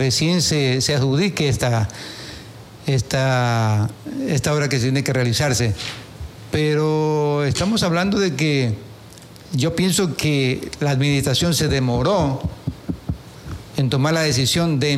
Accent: Quevedo, Los Ríos, Ecuador; soy de San Camilo

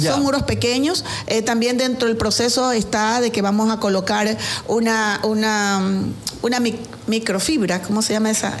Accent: Ecuador

